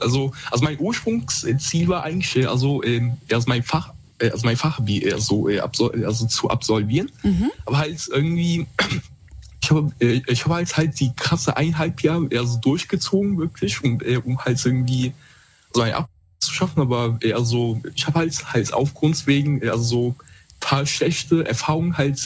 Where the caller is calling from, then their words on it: Koblenz, Rhineland-Palatinate, Germany; Also, ich komme aus Koblenz, Rheinland-Pfalz.